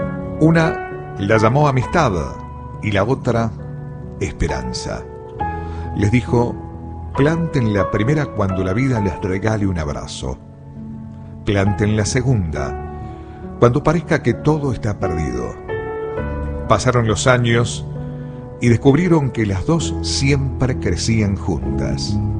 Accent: Argentina

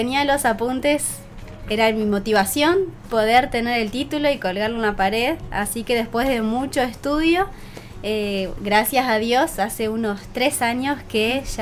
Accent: Diamante, Entre Ríos, Argentina; born there; now in Libertador San Martín, Argentina; nací acá en Argentina, está acá cerquita, a 15 minutos, Diamante, seguramente lo conocen, así que tengo mi familia cerquita.

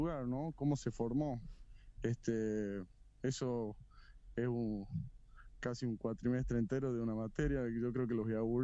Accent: Argentina; Yo quiero trabajar en mi país, lo que quiero, no me quiero ir a buscar al extranjero, un trabajo

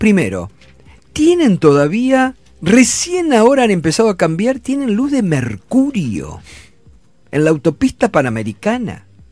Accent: Concepción del Uruguay, Entre Ríos, Argentina; yo soy de Concepción del Uruguay, más linda.

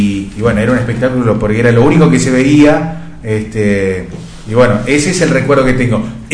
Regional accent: General Roca, Río Negro, Argentina; particularmente soy de Roca

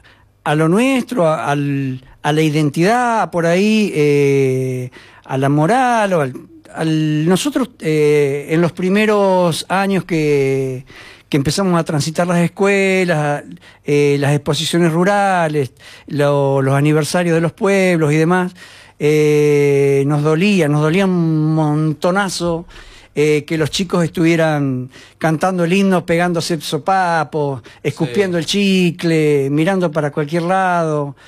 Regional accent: General Pico, La Pampa, Argentina; moved away as an adult; now in Santa Rosa, Argentina; yo soy de Pico y me vine en el 88 a Santa Rosa.

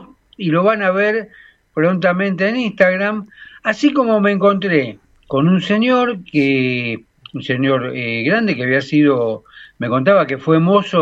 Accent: Argentina; Entonces les comento que soy argentina.

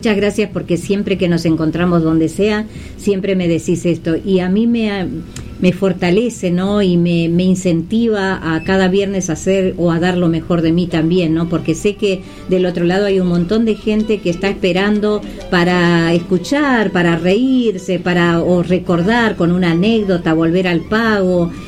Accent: Santiago del Estero, Argentina; now in Buenos Aires, Argentina; cuando me preguntan dónde naciste, en Santiago, Punta Pozo es el paraje monte adentro, les digo, como para que no queden dudas desde dónde vengo. cómo me crié

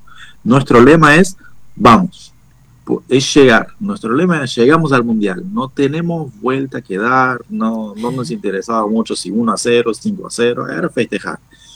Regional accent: Cape Verde; Spanish is a second language; moved away as an adult; now in Argentina; Mira, yo me vine de salir de Cabo Verde, me vine a Argentina a estudiar medicina.

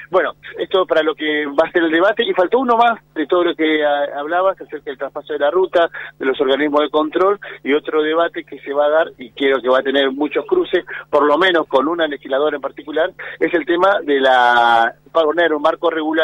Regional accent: Sierra Grande, Río Negro, Argentina; born there; moved away; yo soy de Sierra Grande, digamos, mi Sierra Grande querida, siempre presente

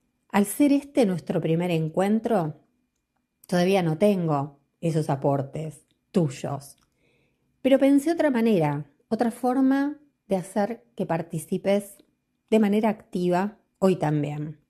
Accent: Quilmes, Buenos Aires Province, Argentina; Soy de Quilmes, Buenos Aires, Argentina.

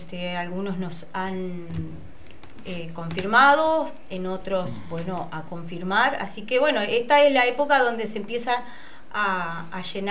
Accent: Entre Ríos, Argentina

